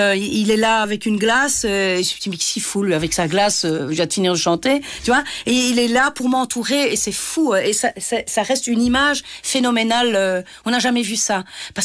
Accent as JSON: {"language": "French", "town": "Liège", "region": "Wallonia", "country": "Belgium", "said": "On vient de Liège, on est dans une petite ville"}